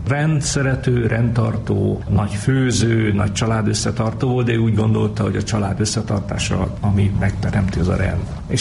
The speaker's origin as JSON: {"language": "Hungarian", "town": "Keszthely", "region": "Zala", "country": "Hungary", "said": "Ez egy köztisztviselő család. Dunántúliak vagyunk Keszteig"}